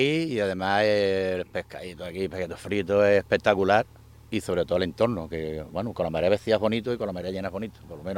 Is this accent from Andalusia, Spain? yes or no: yes; Puerto Real, Andalusia, Spain; No sé si conocéis de sitio, yo soy de Puerto Real.